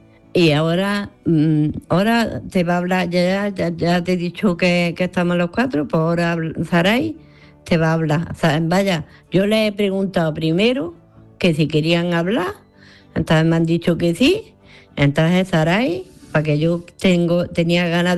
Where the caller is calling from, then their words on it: Granada, Andalusia, Spain; de Granada